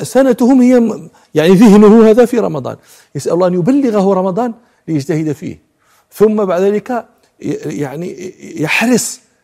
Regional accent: Morocco; وأنا شاب مراهق كنت جالسا على ناصية طريق في إحدى المدن القديمة عندنا في المغرب

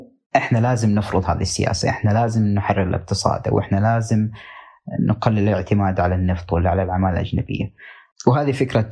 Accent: Saudi Arabia; عندنا في السعودية

